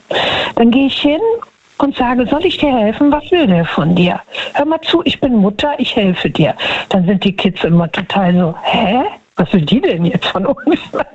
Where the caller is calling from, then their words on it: Düsseldorf, North Rhine-Westphalia, Germany; Hallo aus NRW.